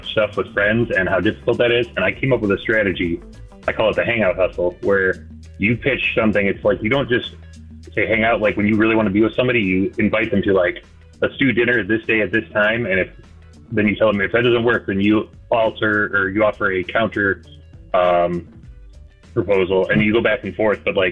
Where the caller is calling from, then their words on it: Garden City, United States; I am calling from Garden City.